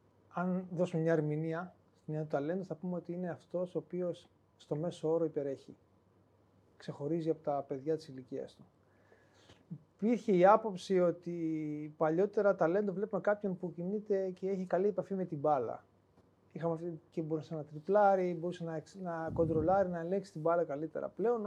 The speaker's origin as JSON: {"language": "Greek", "region": "Eastern Macedonia and Thrace", "country": "Greece", "moved": "as an adult", "lives_now": "Heraklion, Greece", "said": "μιας και εγώ κατάγομαι από τον Εύρο"}